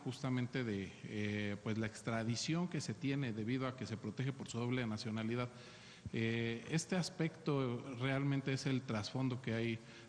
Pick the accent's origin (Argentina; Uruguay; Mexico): Mexico